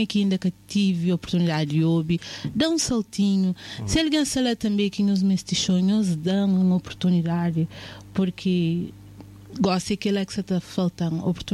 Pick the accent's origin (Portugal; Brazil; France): Portugal; born there; Nunca te sabe falar, mas a mim nasci na Portugal.